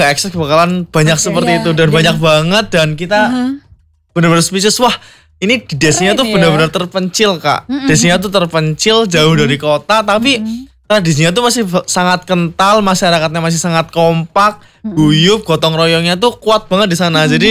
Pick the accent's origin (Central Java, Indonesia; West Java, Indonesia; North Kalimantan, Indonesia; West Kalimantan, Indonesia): Central Java, Indonesia; Cilacap; kita juga sebagai warga Cilacap.